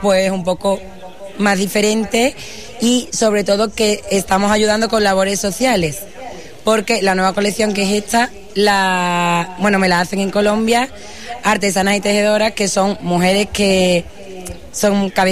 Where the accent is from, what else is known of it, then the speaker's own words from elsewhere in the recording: Constantina, Andalusia, Spain; soy de aquí y siempre apuesto por mi pueblo.